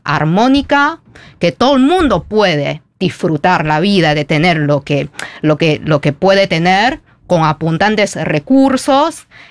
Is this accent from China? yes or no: yes; China